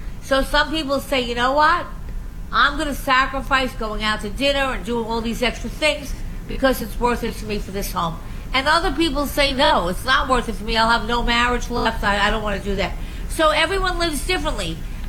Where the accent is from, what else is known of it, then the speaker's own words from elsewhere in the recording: Long Island, New York, United States; I came from Long Island. It was easy there to rent. When I went to the city, it was a whole to-do.